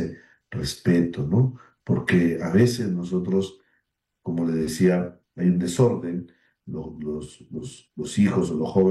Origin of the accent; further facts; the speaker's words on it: Zorritos, Tumbes, Peru; Estamos viendo que el oleaje está afectando mucho especialmente en mi tierra, ya en Tumbes, en Zorritos.